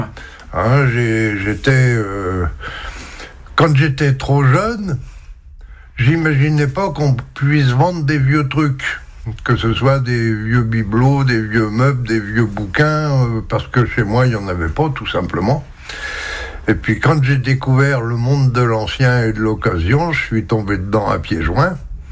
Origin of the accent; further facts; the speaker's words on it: Saint-Malo, Brittany, France; j'ai grandi à Saint-Malo, alors comprenez bien que la plus belle ville du monde a quand même des influences sur mes activités commerciales.